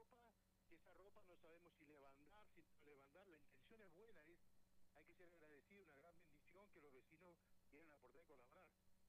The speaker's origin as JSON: {"language": "Spanish", "town": "Caviahue", "region": "Neuquén", "country": "Argentina", "said": "yo soy de Cabiagüe, yo vivo en Cabiagüe."}